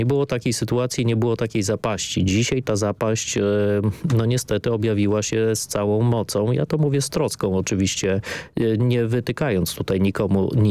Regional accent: Subcarpathian Voivodeship, Poland; ja pochodzę z południa Polski, z Podkarpacia.

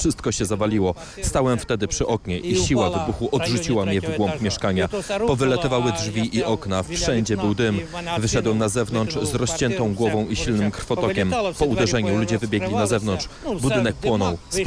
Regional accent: Kharkiv, Kharkiv Oblast, Ukraine; sami jesteśmy z Charkowa, byliśmy pod okupacją, widzieliśmy to wszystko na własne oczy.

